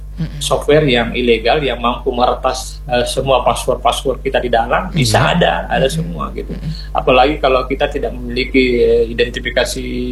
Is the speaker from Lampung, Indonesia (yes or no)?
no; South Sulawesi, Indonesia; jangan sampai rasa solidaritas dan kekeluargaan kita sebagai orang Sulsel ya